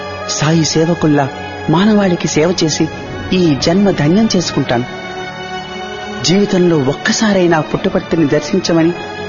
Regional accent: Bhimavaram, Andhra Pradesh, India; మాది భీమవరం.

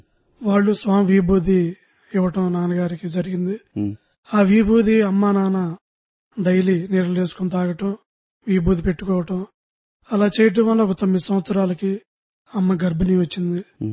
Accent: Nandivelu, Andhra Pradesh, India; born or raised there

